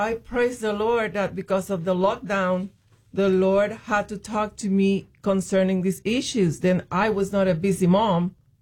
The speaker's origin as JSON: {"language": "English", "country": "Puerto Rico", "tie": "born or raised there", "moved": "yes", "said": "Growing up in Puerto Rico"}